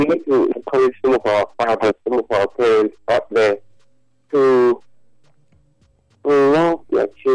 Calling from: Ogbomosho, Oyo, Nigeria; I'm calling from Ogbodosho.

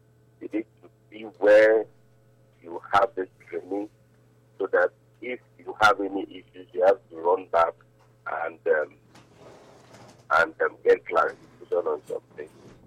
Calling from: Benin City, Edo, Nigeria

